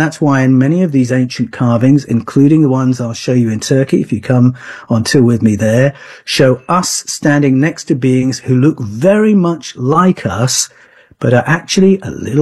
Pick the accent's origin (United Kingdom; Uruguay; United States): United Kingdom; So, I mean, I grew up in Britain, and Great Britain had the experience of invading other people's countries